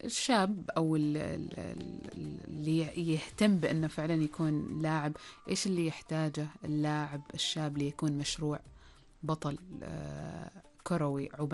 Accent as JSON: {"language": "Arabic", "country": "Oman", "said": "كيف اليوم تشوف تطور كرة القدم عندنا في عمان"}